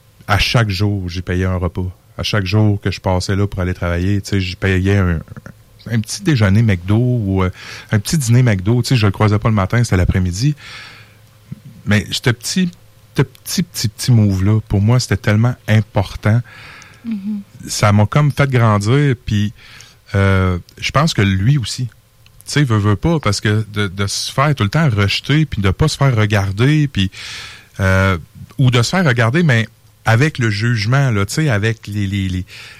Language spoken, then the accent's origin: French; Maniwaki, Quebec, Canada; moved away as an adult; Je me rappelle que moi, je suis parti de Maniwaki, j'ai été à Montréal. On s'entend que la réalité est totalement différente, là. Tu sais, on parle d'un petit village, j'arrive à Montréal